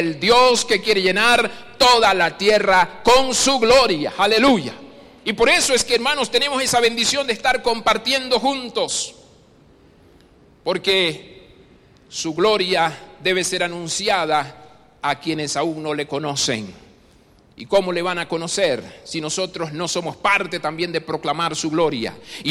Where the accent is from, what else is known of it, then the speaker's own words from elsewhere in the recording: Panama; moved away as an adult; also born or lived in Guanacaste, Costa Rica; now in Costa Rica; Yo soy de nacionalidad panameña, aunque ahora ya soy más tico que el gallo pinto, dice. Porque ya tengo, bueno, 16 años viviendo en este país. Y por ahí pues hay otros testimonios y viví en otro momento hace muchos años atrás también en Guanacaste.